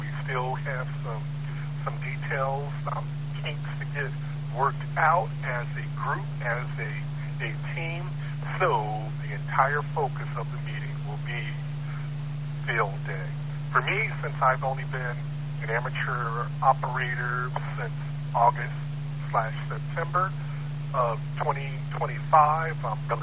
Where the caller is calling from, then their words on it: Lake City, Florida, United States; out of Lake City, Florida.